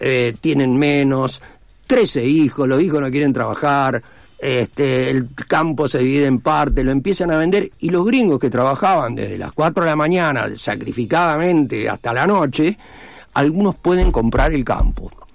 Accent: Arrecifes, Buenos Aires Province, Argentina; En mi pueblo, por ejemplo, Arrecife

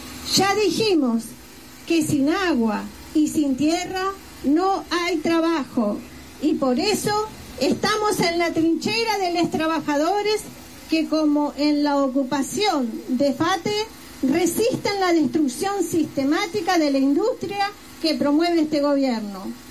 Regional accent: Esquel, Chubut, Argentina; Mi pueblo de Esquel dice presente en esta gran ciudad. Esquel es un pueblo que sabe de lucha y de resistencia. Y también somos un pueblo originario que sabemos de luchas y resistencias.

